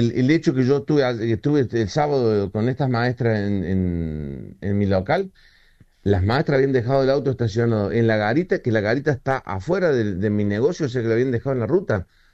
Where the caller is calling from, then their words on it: Córdoba, Argentina; yo hace 31 años que estoy en las altas cumbres.